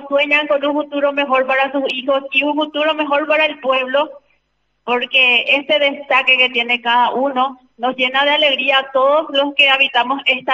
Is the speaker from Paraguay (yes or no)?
yes; Paraguay; now in Pedro Juan Caballero, Paraguay; Me siento orgullosa de ustedes como madre, como joven, como paraguaya